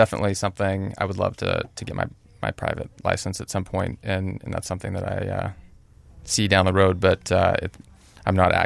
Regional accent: Seattle, Washington, United States; I'm a non-pilot from Seattle, Washington.

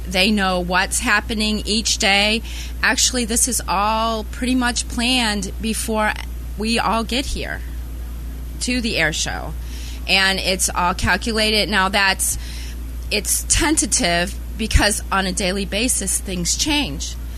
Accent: St. Augustine, Florida, United States; I'm from St. Augustine, Florida.

